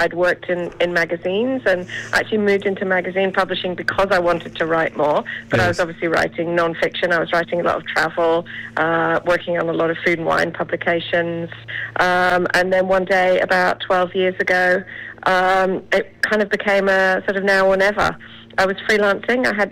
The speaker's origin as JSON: {"language": "English", "region": "England", "country": "United Kingdom", "tie": "born or raised there", "moved": "as an adult", "lives_now": "northern New South Wales, Australia", "said": "Well, I was brought up in England, but I have lived in Australia for 35 years, so actually probably longer. I've lived longer in Australia than I did in England, so I'm definitely consider myself Australian these days."}